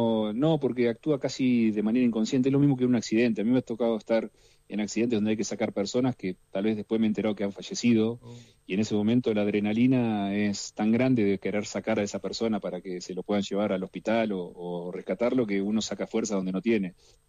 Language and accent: Spanish; Tandil, Buenos Aires Province, Argentina; yo soy de Tandil.